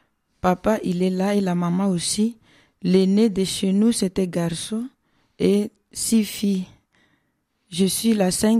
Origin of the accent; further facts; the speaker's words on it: Bunia, Ituri, DR Congo; je suis de la République démocratique du Congo. Précisément du diocèse de Bounia. J'ai grandi dans une famille chrétienne où la foi occupait une place importante dans la vie quotidienne.